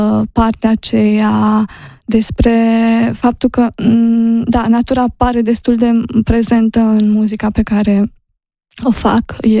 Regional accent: Maramureș County, Romania; Și i-am povestit ce înseamnă pentru noi partea asta de am crescut acolo, în Maramureș, și bunicii noștri ne cântau.

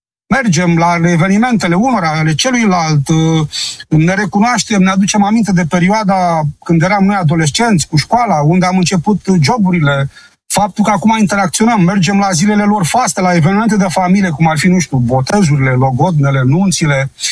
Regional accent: Romania; Eu sunt român, sunt român, e o grămadă.

